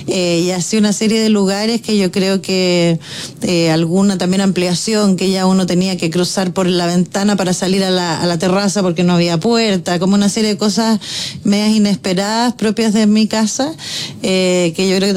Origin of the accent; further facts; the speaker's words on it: Providencia, Santiago Metropolitan Region, Chile; Y yo crecí en Providencia, en una calle entre como Antonio Varas, Pedro Valdivia, lo que aquí se llama la Ciudad Jardín